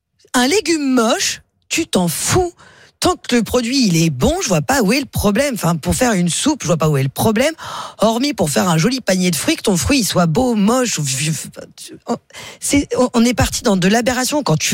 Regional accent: Île-de-France, France; now in Taverny, France; j'étais fin fond de la Seine-et-Marne.

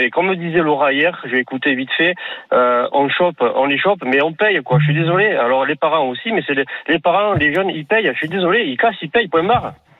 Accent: Pau, Nouvelle-Aquitaine, France; mais moi je viens de Pau

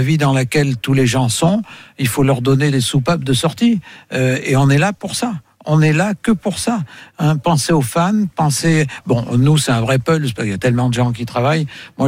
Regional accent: Auvergne-Rhône-Alpes, France; c'est bon, moi, je suis auvergnat, alors.

